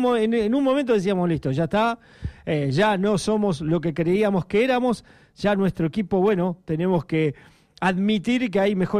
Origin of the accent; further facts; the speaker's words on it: Argentina; ese perfil que tenemos los argentinos